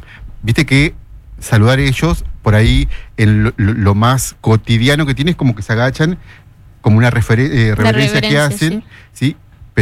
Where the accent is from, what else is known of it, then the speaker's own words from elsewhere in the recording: Argentina; nosotros siendo argentinos